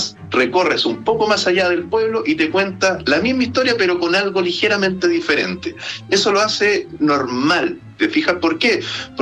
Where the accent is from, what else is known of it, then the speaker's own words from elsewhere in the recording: Los Lagos, Chile; Entonces yo me siento identificado porque mucha parte de mi infancia yo la viví en Chiloé.